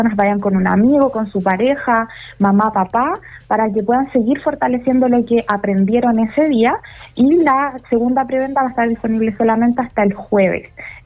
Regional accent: Rancagua, O'Higgins, Chile; moved away; Yo actualmente vivo fuera de Rancagua, pero nací en Rancagua, me crié allá y tengo una relación muy cercana con muchas personas

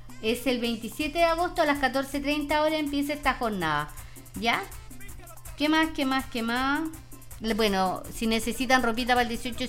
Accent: Chile; si somos chilenos, y somos chilenos, somos buenos y colaboradores

